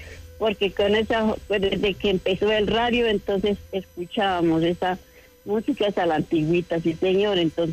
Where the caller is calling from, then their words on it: Tutazá, Boyacá, Colombia; de Cartavita, municipio de Tutasá.